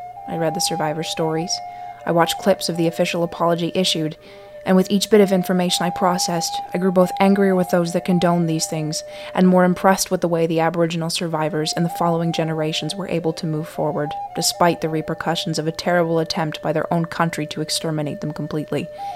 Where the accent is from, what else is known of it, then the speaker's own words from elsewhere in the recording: Atlantic Canada, Canada; I'm from Atlantic Canada. A place that had been home to only one residential school, which was located in Chibonacadie, Nova Scotia.